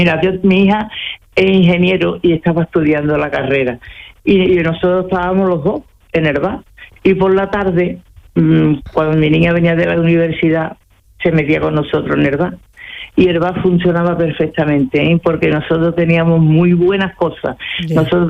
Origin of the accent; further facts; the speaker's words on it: Cumbres Mayores, Andalusia, Spain; porque nosotros somos de Cumbres Mayores, nosotros traíamos las chacinas de toda la sierra